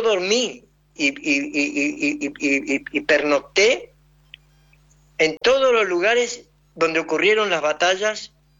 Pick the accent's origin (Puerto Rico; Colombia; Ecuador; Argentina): Argentina; soy argentino, yo uso mi camiseta de Argentina, yo grito los goles, no voy a cambiar mi idioma, no sé hablar guaraní